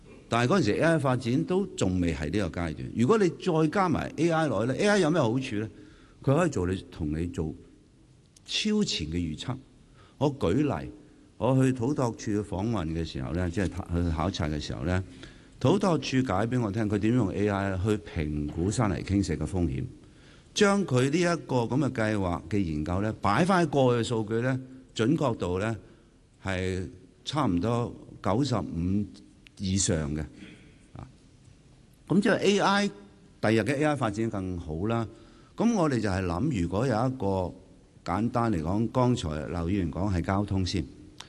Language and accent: Cantonese; Hong Kong; 我哋香港人同澳門亦都太過互相熟悉啦